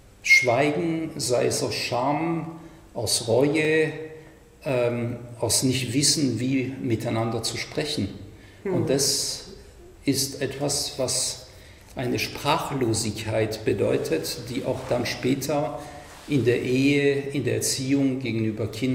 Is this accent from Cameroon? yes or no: no; France; now in Germany; ich komme aus Frankreich und in Frankreich gab es eine sogenannte Möbelaktion.